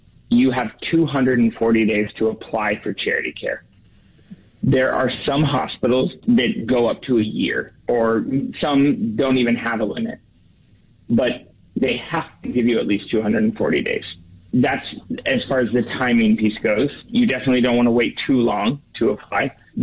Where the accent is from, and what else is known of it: Portland, United States; born or raised there